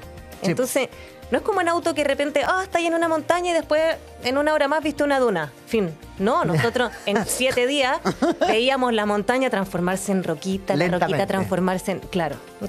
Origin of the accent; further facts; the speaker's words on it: Chile; Renata y yo somos chilenas.